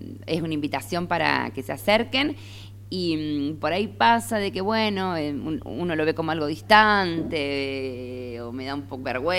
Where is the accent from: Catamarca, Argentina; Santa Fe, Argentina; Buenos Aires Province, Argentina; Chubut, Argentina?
Santa Fe, Argentina; Valorar lo que es nuestro, los santafesinos